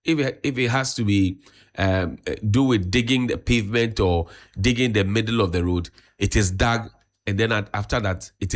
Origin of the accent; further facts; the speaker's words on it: Accra, Greater Accra, Ghana; I grew up in the Kaneshi Estate.